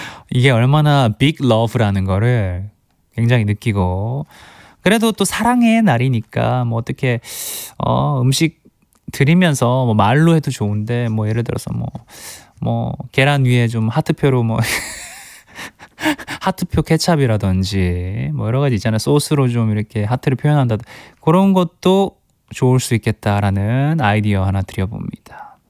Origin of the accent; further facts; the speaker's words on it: Gyeongsang, South Korea; 저도 또 경상도 출신 아니겠어요.